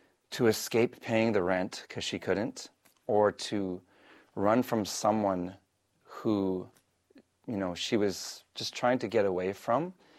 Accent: Winnipeg, Manitoba, Canada; I was born in Winnipeg, Manitoba.

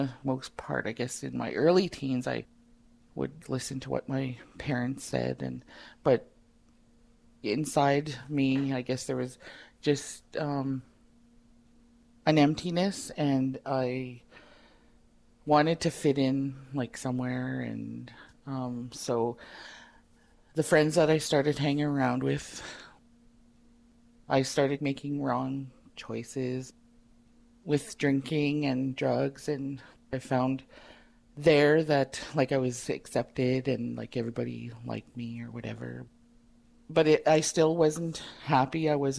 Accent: Kikino, Alberta, Canada; I'm from the Kikino Métis Settlement in northern Alberta. I grew up in Kikino. I lived here all my life.

